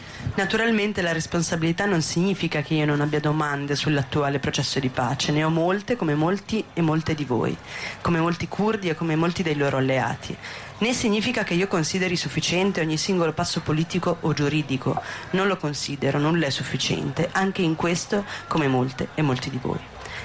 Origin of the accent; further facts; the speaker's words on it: Turkey; Sono turca, sono avvocata, femminista, una persona che da molti anni lavora sulle violazioni dei diritti umani in Turchia, incluso il Kurdistan.